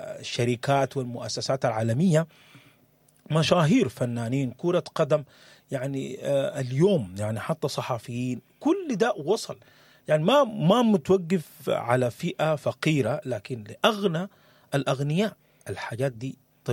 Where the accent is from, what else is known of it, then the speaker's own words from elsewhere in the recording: Sudan; البيئه اللي نشأنا فيها، يعني حتى اليوم في ثقافات كثيره عندنا في السودان